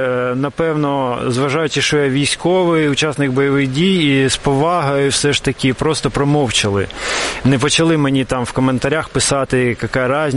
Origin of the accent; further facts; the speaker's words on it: Kyiv, Ukraine; first language Russian; Ukrainian is a second language; я корінний киянин, і у нас так прийнято, що, в принципі, тут багато російськомовних контингент, наше місто. От, і проростав я серед людей, які більш російськомовні